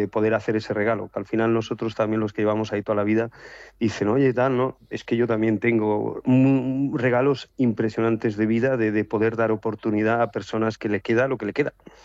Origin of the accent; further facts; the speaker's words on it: Alicante, Valencian Community, Spain; que somos de aquí de Alicante